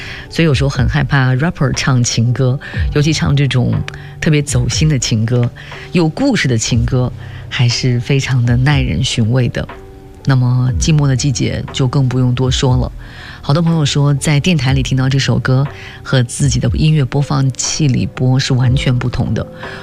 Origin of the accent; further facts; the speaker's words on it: Northeast China, China; now in Beijing, China; 作为一个东北人，我家里人基本上不怎么做这道菜